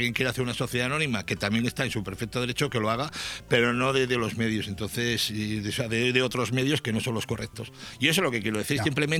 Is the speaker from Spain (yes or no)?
yes; Tafalla, Navarre, Spain; No sé, de mi pueblo no es, que yo soy de Tafalla, muy orgulloso.